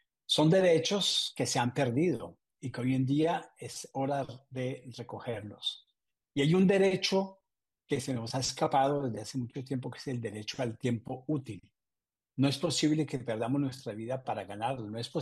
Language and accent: Spanish; Colombia; born there; Yo nací en Colombia